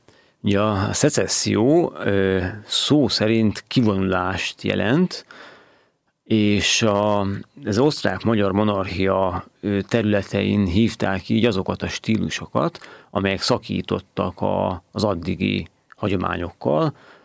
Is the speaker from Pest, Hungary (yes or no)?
no; Hódmezővásárhely, Csongrád-Csanád, Hungary; moved away; tulajdonképpen én Hódmezővásárhelyen születtem, és ott is éltem, életem első szakaszában